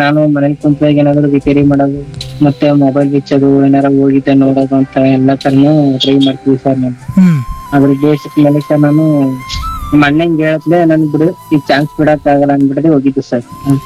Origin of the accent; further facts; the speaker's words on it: Mysore district, Karnataka, India; ಹೆಚ್ಚಿಕೋಟೆ ತಾಲೂಕು ಮೈಸೂರು ಜಿಲ್ಲೆ ವಿಲೇಜ್ ಸತ್ಕೇಹುಂಡಿ.